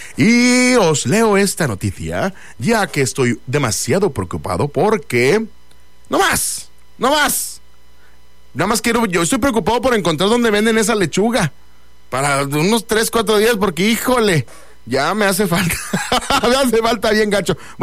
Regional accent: Spain; Bueno, a ver, como somos españoles, la lechuga iceberg.

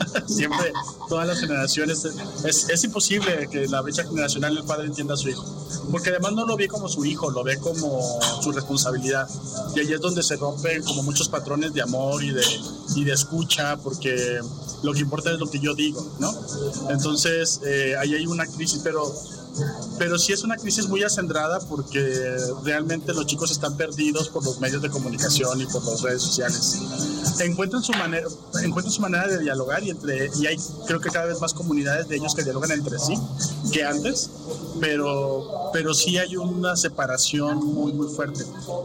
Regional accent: Monterrey, Nuevo León, Mexico; yo soy del norte, soy de Monterrey.

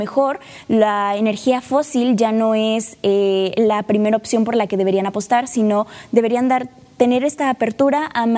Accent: Tantoyuca, Veracruz, Mexico; Tantoyuca, mi pueblo, es muy diferente a la ciudad.

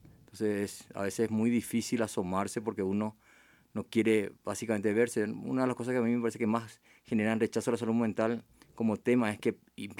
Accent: Paraguay; nosotros, que somos medio centroamericanos en Paraguay, por el tamañito del país

